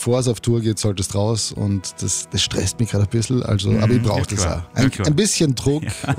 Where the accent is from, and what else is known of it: Graz, Styria, Austria; born or raised there